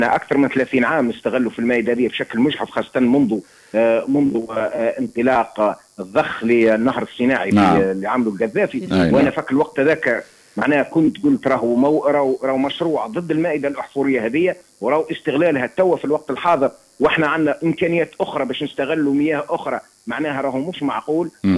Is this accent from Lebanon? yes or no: no; Tunisia; نحن في تونس